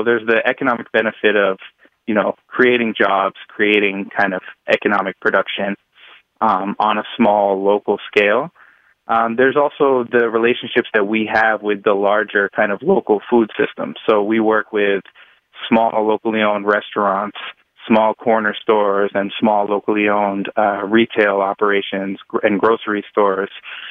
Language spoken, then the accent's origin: English; Dorchester, Massachusetts, United States; I grew up in Dorchester, and I certainly didn't think that I could become a farmer.